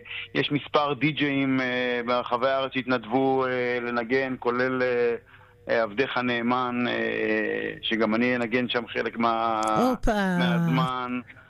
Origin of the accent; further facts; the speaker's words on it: Yogev, Northern District, Israel; born there; also born or lived in Kibbutz Megiddo; אני נולדתי במושב היוגב, גם אופרי, אבל היינו 15 שנה חברי קיבוץ מגידו, שחזרנו חזרה למושב